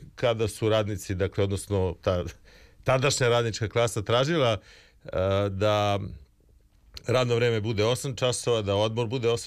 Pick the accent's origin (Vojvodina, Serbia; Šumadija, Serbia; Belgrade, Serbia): Belgrade, Serbia; Ja sam odrastao na Dušanovcu, znam da to Romi iz Marinkove Bare posebno slava